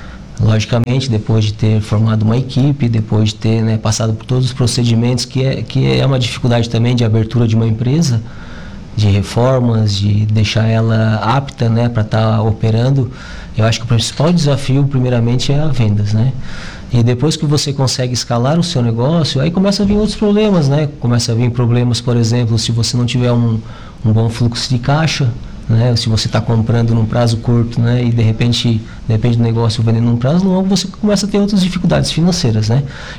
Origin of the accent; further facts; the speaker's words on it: Criciúma, Santa Catarina, Brazil; eu sou de Criciúma. Há 3 anos eu estou vindo para Araranguá.